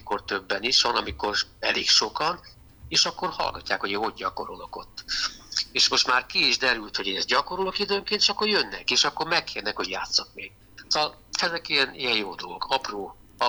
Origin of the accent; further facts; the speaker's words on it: Pápa, Veszprém County, Hungary; born there; also born or lived in Budapest; hát ugye katolikus családba nőttem fel, és sokat jártam a templomba, első áldozó, stb. Minden volt, ami ugye hozzájár a katolikus család és a tradíciókhoz. És ezen kívül az én drága apai nagymamám, pápa, émerint pápán születtem